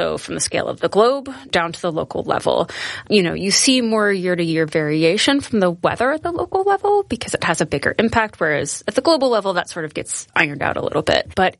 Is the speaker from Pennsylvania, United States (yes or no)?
no; Atlanta, Georgia, United States; moved away as an adult; now in New York, United States; I grew up in Atlanta and moved to New York 15 or so years ago.